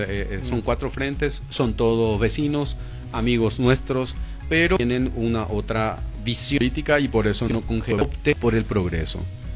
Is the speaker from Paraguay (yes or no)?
yes; Los Cedrales, Alto Paraná, Paraguay; somos gente de Cedrales.